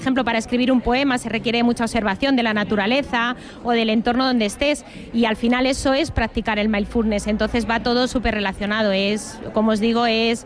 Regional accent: Castilla-La Mancha, Spain; Bueno, pues mi pueblo es un pueblo precioso, ¿qué puedo decir? Es un pueblo donde la cultura está emergente, donde está tanto en la calle como en nuestra biblioteca, que es un referente en la zona y en Castilla-La Mancha

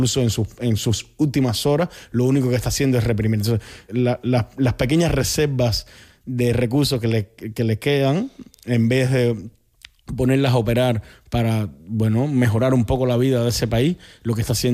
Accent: Cuba; como buen cubano, y como te puedes dar cuenta, cuando entré a la universidad me como toda la serra, toda la cese, hablo rápido

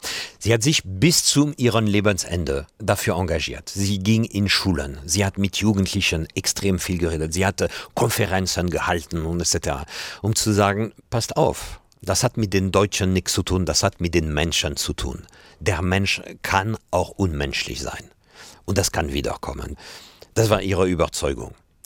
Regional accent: France; German is a second language; now in Hamburg, Germany; Brauchte ich auch nicht als Franzose. Und ich bekam einen Brief von Olaf Scholz, der damals Hamburg Bürgermeister war. Ich wohne in Hamburg.

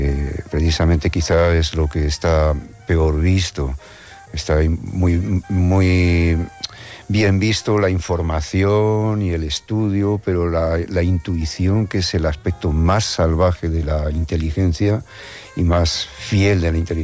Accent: Madrid, Community of Madrid, Spain; born there; Sí, soy nacido en Madrid, cerca de Las Ventas.

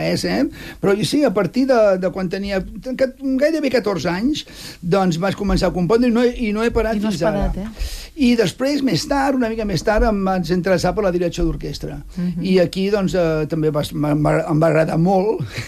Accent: Catalonia, Spain; Però això és un deure moral com a català.

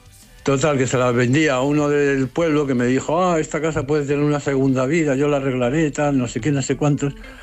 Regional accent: Madrid, Community of Madrid, Spain; Mira, yo soy de Madrid.

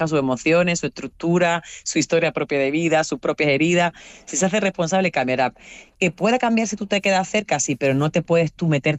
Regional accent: Andalusia, Spain; si yo soy blanca, pero yo soy andaluza, no soy catalana, ni soy vasca

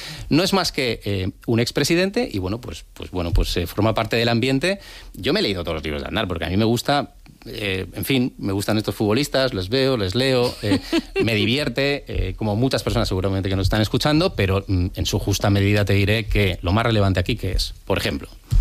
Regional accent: San Sebastián, Basque Country, Spain; now in Madrid, Spain; Nuestra generación, por ejemplo, yo cuando llegué de Donosti a Madrid, hoy Madrid DF, que eso da para un programa entero.

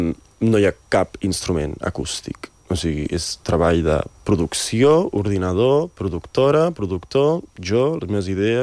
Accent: Netherlands; moved away; jo sóc mig holandès i de petit vaig créixer a Holanda

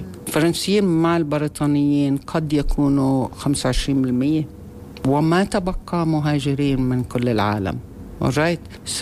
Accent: Palestine; now in Canada; أنا فلسطينية

